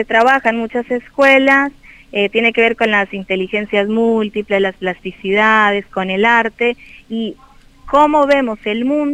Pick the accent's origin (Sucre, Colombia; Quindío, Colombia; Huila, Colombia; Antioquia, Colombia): Quindío, Colombia; moved away as an adult; now in Argentina; Soy de la provincia del café, del eje cafetero. Mi provincia se llama Quindío.